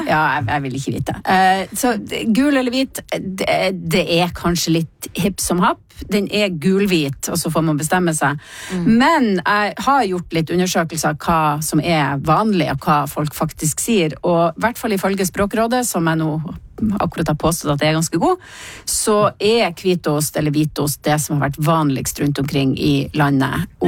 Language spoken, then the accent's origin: Norwegian; Tromsø, Troms, Norway; Og det fordi at jeg vokste opp i Tromsø, og der sier de hvitost, så det måtte jeg bare lære meg å si